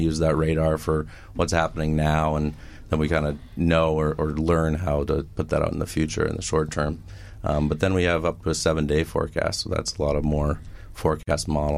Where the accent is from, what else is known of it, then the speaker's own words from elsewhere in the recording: New England, United States; I'm from the Northeast, though, so.